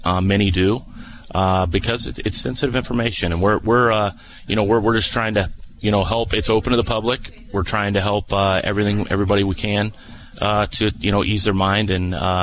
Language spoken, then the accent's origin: English; Rochester, United States; moved away as an adult; also born or lived in Jupiter, Florida; So I grew up in Rochester.